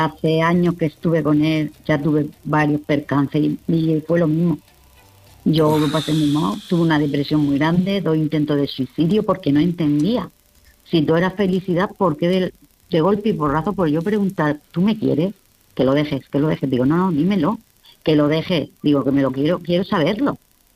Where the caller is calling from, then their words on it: Seville, Andalusia, Spain